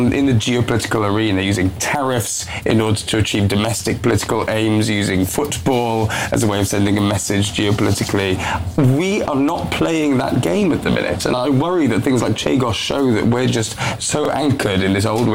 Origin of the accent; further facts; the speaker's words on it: Wales, United Kingdom; as a first-time watcher of the England match, as a Welshman, I haven't watched many of them